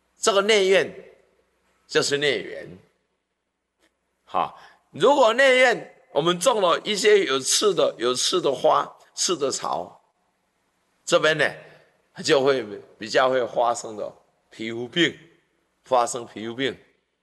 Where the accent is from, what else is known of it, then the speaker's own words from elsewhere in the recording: Taiwan; 站在我们台湾，我们中国人